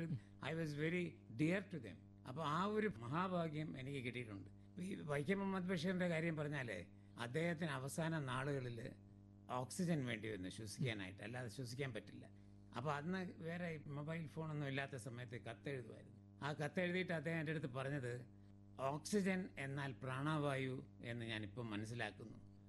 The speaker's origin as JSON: {"language": "Malayalam", "region": "Kerala", "country": "India", "tie": "born or raised there", "first_language": "Tamil", "said": "തമിഴ് കുടുംബത്തിൽ ജനിച്ച ഞാൻ മലയാളിയായി വളർന്നതും"}